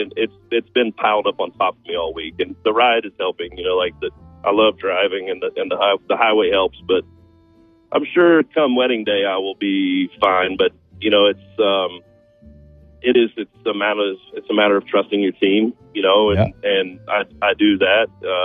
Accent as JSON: {"language": "English", "region": "Missouri", "country": "United States", "tie": "born or raised there", "said": "She and I are both born and raised in Missouri"}